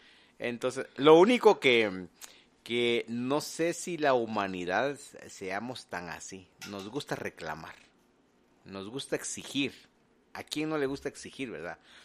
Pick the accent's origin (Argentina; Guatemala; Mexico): Guatemala; como decimos en el buen chapín